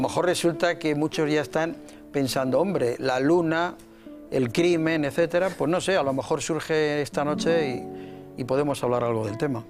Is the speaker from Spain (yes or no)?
yes; Spain; Aquel año en el que yo era más niño que adolescente y que, como muchos españoles de la época, pues estábamos deseando de que llegara ese momento de la madrugada